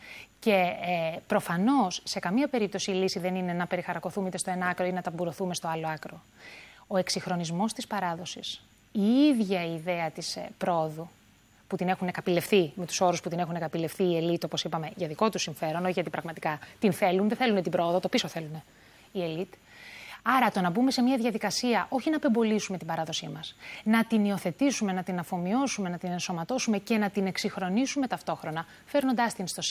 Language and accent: Greek; Greece